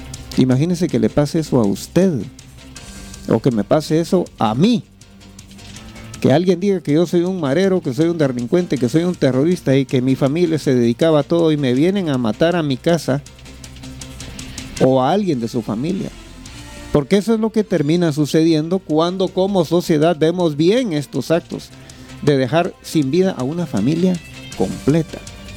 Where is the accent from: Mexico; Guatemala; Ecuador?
Guatemala; Eso es algo que como guatemaltecos no podemos ver.